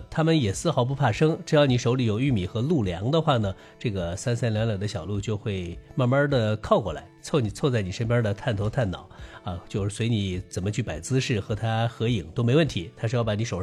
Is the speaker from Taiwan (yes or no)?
no; Qichun, Hubei, China; 我家乡叫蕲春，